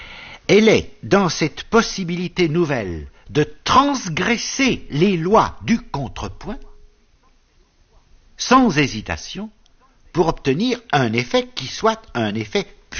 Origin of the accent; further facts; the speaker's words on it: France; chez nous, en France